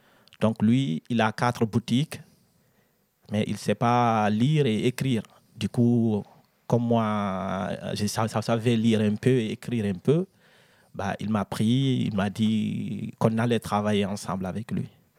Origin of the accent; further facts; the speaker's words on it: Conakry, Guinea; moved away as an adult; also born or lived in Middle Guinea; now in France; Moi, je suis né à Conakry. Mais mes parents, ils viennent de la Moyenne-Guinée. Donc, c'est quand j'ai fait mes études à Conakry et j'ai eu le baccalauréat.